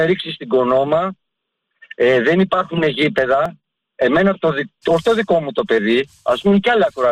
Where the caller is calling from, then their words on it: Ilioupoli, Attica, Greece; είμαι από την Ηλιούπολη.